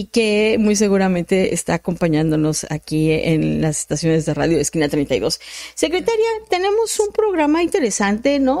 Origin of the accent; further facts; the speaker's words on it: Tabasco, Mexico; born there; now in Mexicali, Mexico; allá en mi pueblo, donde yo viví un montón de tiempo en Tabasco